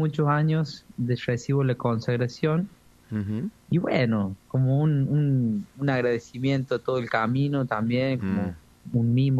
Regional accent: Villa Dolores, Córdoba, Argentina; Son, de mis pagos, Villa Dolores, yo soy de Tras la Sierra, de Córdoba Oeste sería.

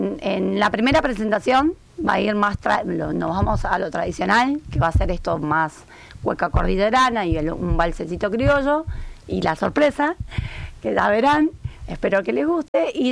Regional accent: San Rafael, Mendoza, Argentina; moved away as an adult; now in Puerto Madryn, Argentina; yo vengo de Mendoza, de San Rafael. Vine hace un par de años, 20 años que estoy acá en Madryn, que me adoptó, que ya hice mi vida, mis hijos

